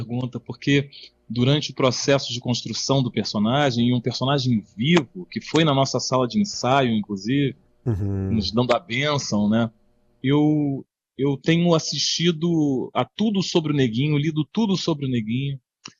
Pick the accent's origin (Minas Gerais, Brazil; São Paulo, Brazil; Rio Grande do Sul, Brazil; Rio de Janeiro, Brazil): Rio de Janeiro, Brazil; São Gonçalo; moved away; Eu venho de São Gonçalo